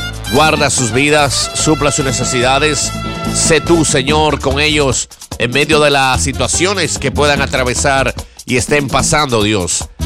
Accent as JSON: {"language": "Spanish", "country": "Dominican Republic", "said": "Dios, nuestra nación, República Dominicana, está en tus manos. Damos gracias, Señor, porque somos dominicanos."}